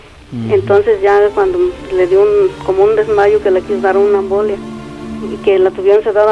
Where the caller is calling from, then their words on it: San Agustín, Mexico; Acá, de San Agustín.